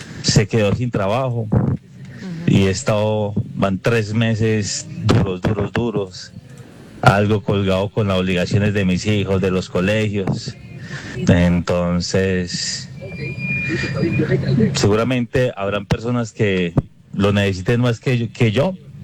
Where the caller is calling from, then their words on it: Armenia, Quindío, Colombia; Hola, muchachos, ¿cómo van? … de Armenia. Padre de 2 hermosos niños, 15, 11 años.